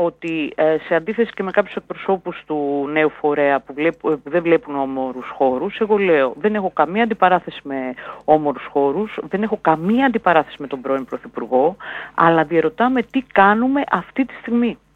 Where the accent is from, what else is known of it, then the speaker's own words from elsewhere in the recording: Greece; ως Ελληνίδα γυναίκα πολίτης